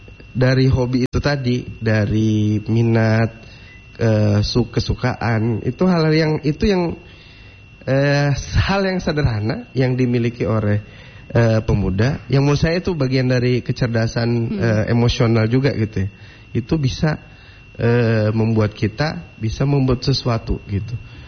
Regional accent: Gorontalo, Indonesia; Maka saya berpikir di daerah saya sendiri kok saya gak bisa menemukan. Kalau saya browsing dulu, saya cari-cari, kok ini berita-berita wisata, destinasi wisata Gorontalo tuh gak ada yang valid.

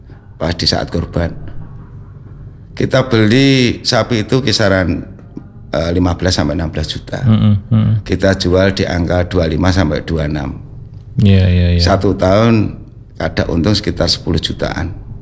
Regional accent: Ngipang, Central Java, Indonesia; Kebetulan waktu itu di kami warga Ngipang itu ada paguyuban namanya Tanggul Joyo

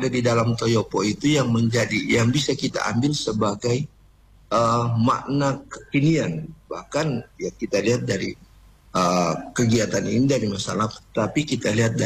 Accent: Gorontalo, Indonesia; kita sebagai orang Gorontalo

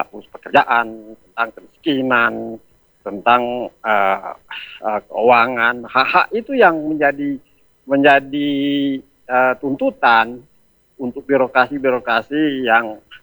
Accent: Airmadidi, North Sulawesi, Indonesia; Walaupun saya Kancingan, saya asli Air Madi, saya lahir di Air Madi.

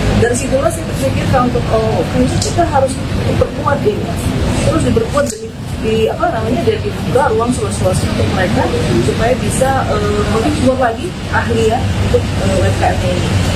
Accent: Sorong, Southwest Papua, Indonesia; Saya ini lahir di Sorong.

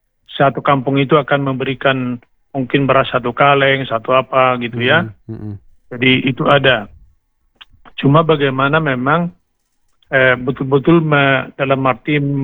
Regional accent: Siborong-Borong, North Sumatra, Indonesia; moved away; di kampung saya dulu ya, di Siborong-Borong saya

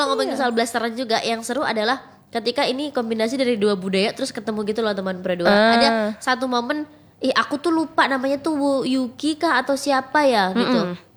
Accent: East Java, Indonesia; Aku Jawa deh, aku Jawa Timur sama Jawa Timur. Berarti enggak blaster.

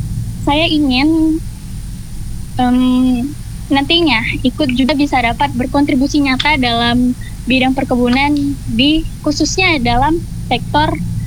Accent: Bengkalis, Riau, Indonesia; moved away as an adult; now in Makassar, Indonesia

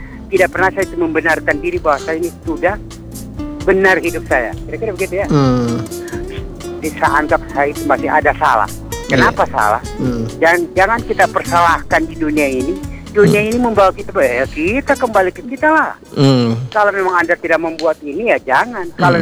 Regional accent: Palu, Central Sulawesi, Indonesia; saya lahir di Indonesia, besar di Haji Hayun, Besusu Barat

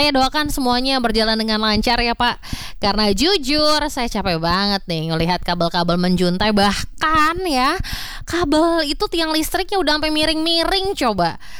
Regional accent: Jakarta, Indonesia; saya juga sebagai warga Jakarta ya

